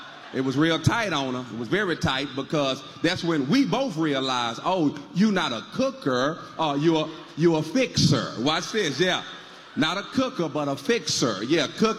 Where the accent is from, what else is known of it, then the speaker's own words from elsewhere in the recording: Houston, Texas, United States; I'm from Houston, Texas. I'm from H-Town.